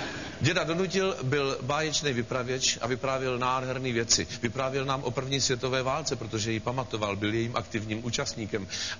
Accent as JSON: {"language": "Czech", "town": "Třebíč", "region": "Vysočina Region", "country": "Czechia", "tie": "born there"}